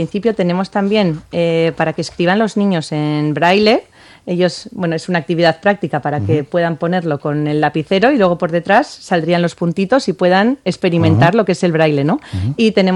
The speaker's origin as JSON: {"language": "Spanish", "town": "Gatica", "region": "Basque Country", "country": "Spain", "said": "Yo soy de Gatica, exactamente."}